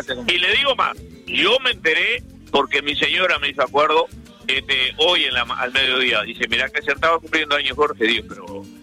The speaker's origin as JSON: {"language": "Spanish", "country": "Uruguay", "said": "O sea, estamos especulando como buenos uruguayos de los puntajes que hay."}